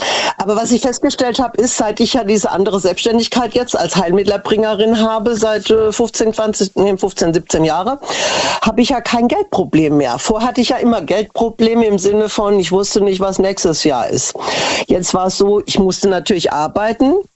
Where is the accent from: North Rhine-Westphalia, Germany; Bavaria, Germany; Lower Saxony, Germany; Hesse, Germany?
Hesse, Germany